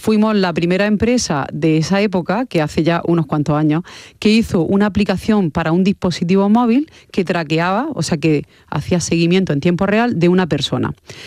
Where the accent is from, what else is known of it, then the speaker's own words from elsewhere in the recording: Almería, Andalusia, Spain; había un equipo en Roquetas, que nosotros somos de Almería